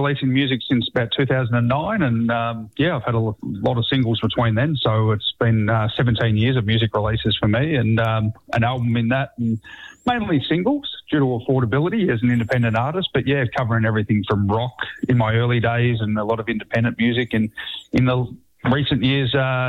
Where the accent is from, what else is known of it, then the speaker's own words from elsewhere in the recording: New South Wales, Australia; now in Queensland, Australia; I grew up in New South Wales. So I live in Queensland now, so it's all right.